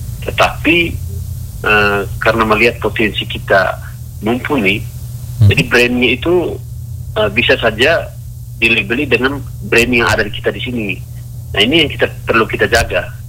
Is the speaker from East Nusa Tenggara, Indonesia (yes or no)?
yes; East Nusa Tenggara, Indonesia; kita, orang Wogo